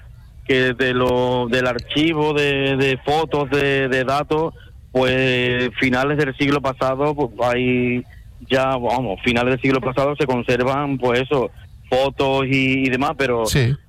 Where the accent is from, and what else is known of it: Alosno, Andalusia, Spain